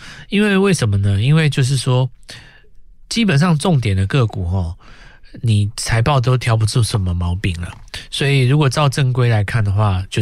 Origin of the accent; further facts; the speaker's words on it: Taiwan; 我们台湾这边